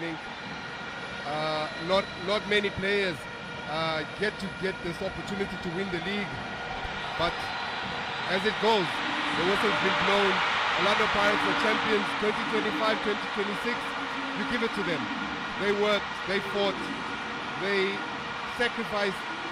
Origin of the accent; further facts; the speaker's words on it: Soweto, Gauteng, South Africa; I grew up in Soweto.